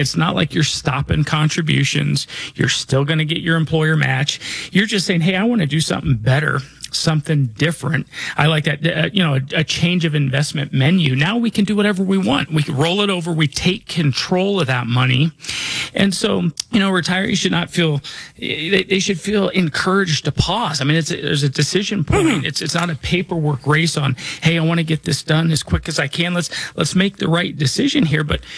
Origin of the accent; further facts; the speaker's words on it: Denver, Colorado, United States; I was born and raised here in Denver.